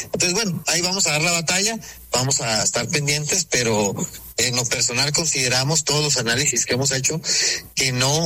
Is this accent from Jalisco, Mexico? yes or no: no; Chihuahua, Mexico; como buen chihuahuense no somos dejados.